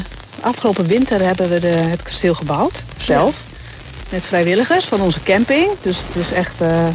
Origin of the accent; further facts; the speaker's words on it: Uffelte, Drenthe, Netherlands; ik kom zelf uit Uffelte, dus ik ken Wittelte al heel lang.